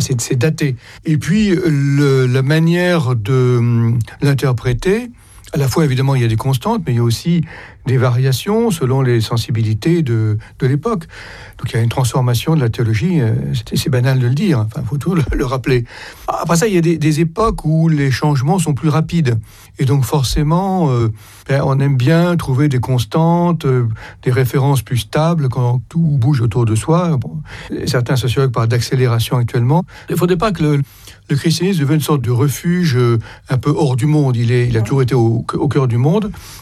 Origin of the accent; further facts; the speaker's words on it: France; on est français, donc on est solidaire de la France